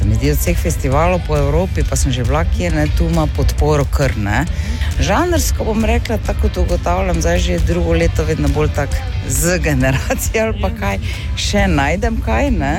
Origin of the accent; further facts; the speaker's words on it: Maribor, Drava, Slovenia; prihajam z Maribora, blizu Maribora, no? Stara 58.